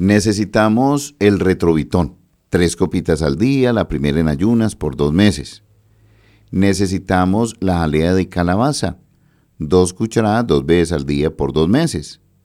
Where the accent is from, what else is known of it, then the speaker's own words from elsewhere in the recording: Colombia; born there; Ah, pues usted vive en San Martín, pero ¿le da pereza subir ahí por donde yo nací?